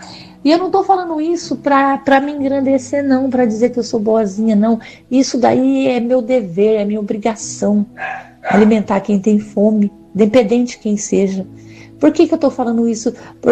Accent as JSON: {"language": "Portuguese", "region": "Minas Gerais", "country": "Brazil", "said": "Eu vou tentar voltar para minha terra, sou de Minas."}